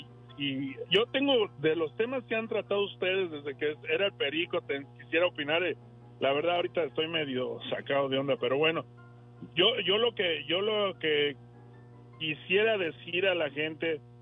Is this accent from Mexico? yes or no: yes; Morelia, Michoacán, Mexico; yo era un borracho allá en Morelia, de donde yo soy de Morelia